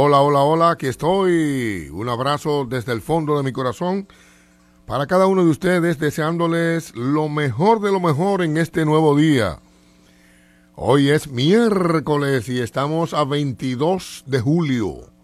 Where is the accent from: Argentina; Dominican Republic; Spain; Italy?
Dominican Republic; Hace muchos años estamos conectados con nuestros coterráneos en todo el mundo, donde quiera que estén los dominicanos.